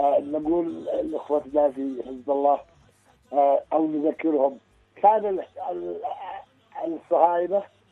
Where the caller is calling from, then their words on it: Yemen; عندنا في اليمن